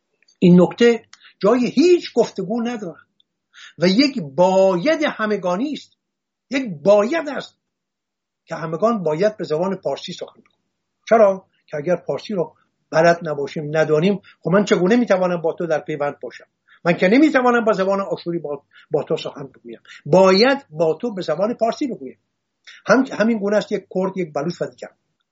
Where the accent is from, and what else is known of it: Iran; first language Assyrian Neo-Aramaic; Persian is a second language; now in Australia